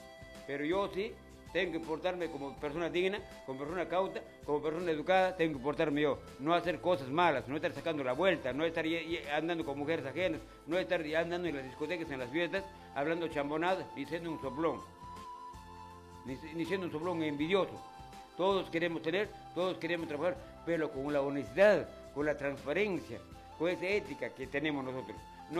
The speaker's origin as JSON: {"language": "Spanish", "country": "Peru", "said": "como ciudadano, como peruano en nuestra provincia de Parabatá."}